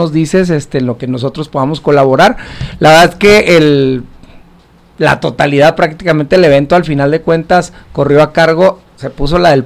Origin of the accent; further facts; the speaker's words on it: Mexico; Y todos somos mexicanas y mexicanos.